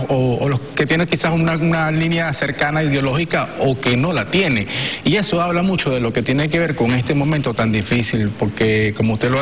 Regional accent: Venezuela

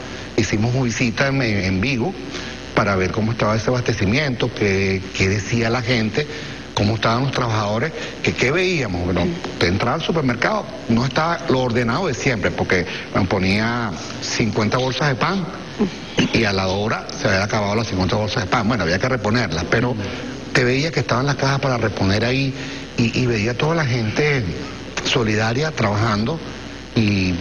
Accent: Venezuela; cómo somos los venezolanos.

